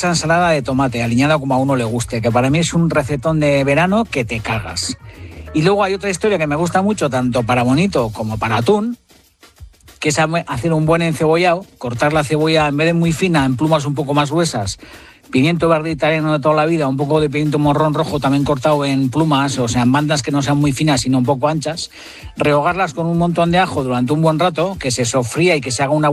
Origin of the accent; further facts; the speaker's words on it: Hondarribia, Basque Country, Spain; born there; A ver, yo soy bonitero, porque yo soy del Cantábrico. Yo soy nacido en Hondarribi y yo soy bonitero del norte a tope.